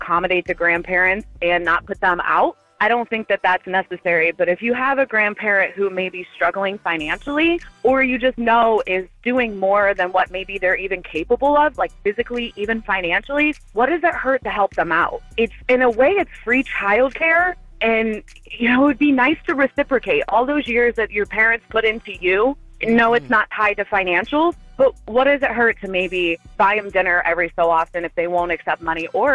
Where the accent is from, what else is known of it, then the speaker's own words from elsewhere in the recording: Akron, Ohio, United States; I'm from Akron, Ohio